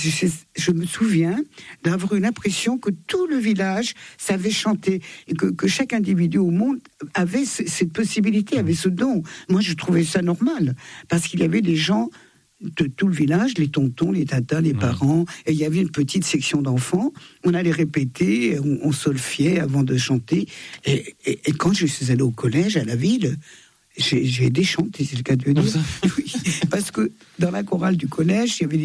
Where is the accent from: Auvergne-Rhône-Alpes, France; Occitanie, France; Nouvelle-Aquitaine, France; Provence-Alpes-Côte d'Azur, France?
Auvergne-Rhône-Alpes, France; Thonon-les-Bains; born there; Je suis née à Thonon.